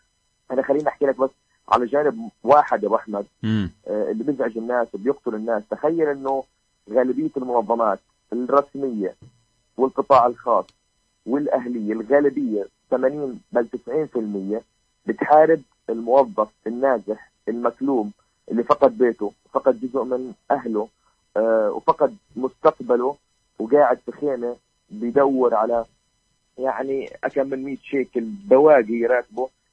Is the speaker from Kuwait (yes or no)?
no; Rafah, Gaza Strip, Palestine; انا من رفح